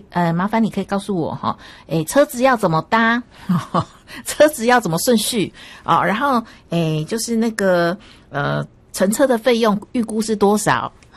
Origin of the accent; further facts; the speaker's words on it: Taiwan; 那像我们台湾这边有全支付，